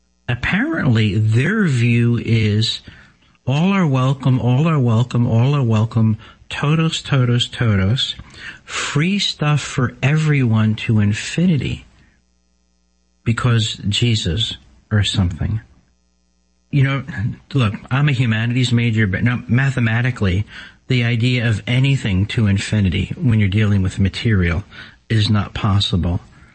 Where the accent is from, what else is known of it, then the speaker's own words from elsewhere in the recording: Newark, New Jersey, United States; I'm from Newark, New Jersey.